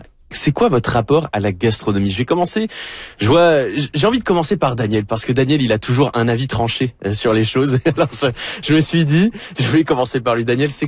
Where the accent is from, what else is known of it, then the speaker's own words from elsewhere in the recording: France; accent: French; now in Winnipeg, Canada; ça s'entend à mon accent, je viens de France.